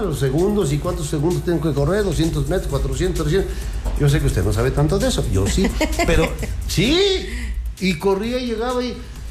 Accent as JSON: {"language": "Spanish", "region": "Guerrero", "country": "Mexico", "tie": "born or raised there", "said": "yo soy hijo putativo de Guerrero, a los 40 días de nacido estuve yo en el hermoso estado de Guerrero"}